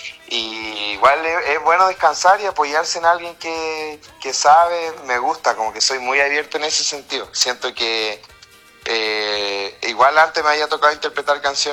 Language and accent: Spanish; Patagonia, Chile; now in Santiago, Chile; me acostumbré a ese estilo de vida, y a pesar de estar en la capital, más patagón todavía me siento